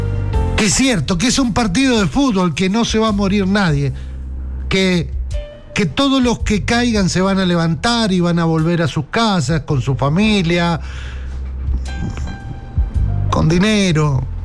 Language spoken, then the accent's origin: Spanish; Argentina; somos Argentina, nosotros somos esto